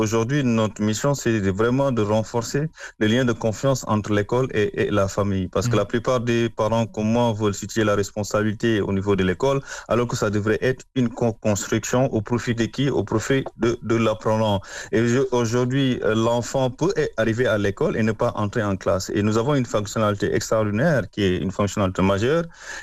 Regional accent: Senegal; chez nous au Sénégal

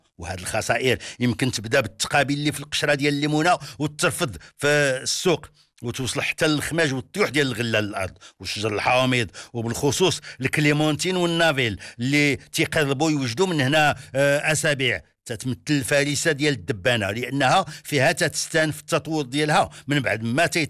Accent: Morocco; عندنا في المغرب

